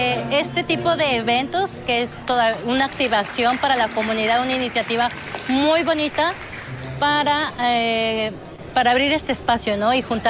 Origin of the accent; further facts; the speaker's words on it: Mexico; now in Australia; ir a visitar a la familia y todo, tomar energías de mi tierra